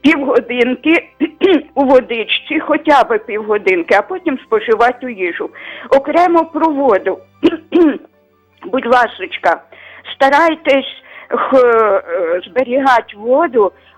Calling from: Kyiv, Ukraine; Я зараз телефоную з Києва.

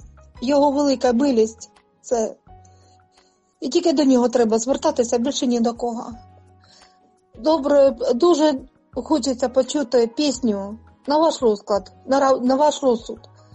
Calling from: Kharkiv Oblast, Ukraine; З Харківщини.

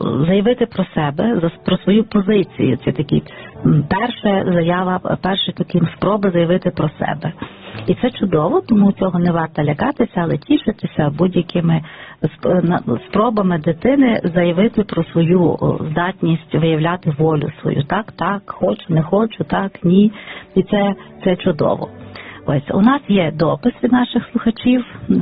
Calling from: Lviv, Lviv Oblast, Ukraine; Я зі Львова.

